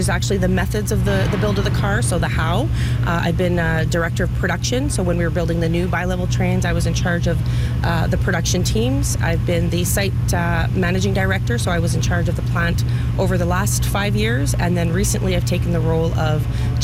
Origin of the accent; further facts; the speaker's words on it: Thunder Bay, Ontario, Canada; Born and raised in Thunder Bay. I started in pulp and paper as a chemical engineer